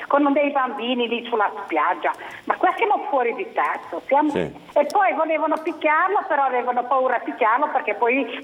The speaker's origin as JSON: {"language": "Italian", "town": "Genoa", "region": "Liguria", "country": "Italy", "tie": "born or raised there", "said": "Io sono qua, sono vissuta a Genova per tutta la vita"}